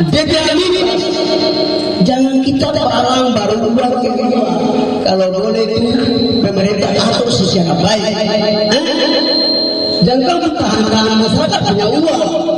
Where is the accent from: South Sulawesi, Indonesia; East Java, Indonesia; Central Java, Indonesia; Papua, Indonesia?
Papua, Indonesia; kami orang Papua